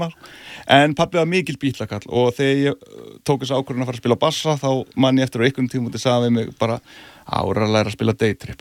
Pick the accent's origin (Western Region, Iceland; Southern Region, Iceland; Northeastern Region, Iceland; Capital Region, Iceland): Capital Region, Iceland; Reykjavík; Já, ég er ólst upp í Árbænum.